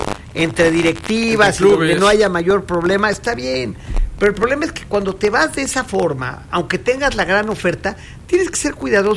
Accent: Puebla, Mexico; Podemos estar enojados, como poblanos

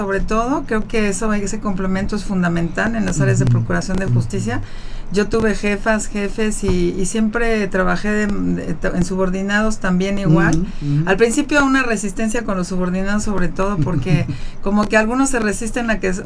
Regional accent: Mexico; como mexicana, claro, porque soy mexicana

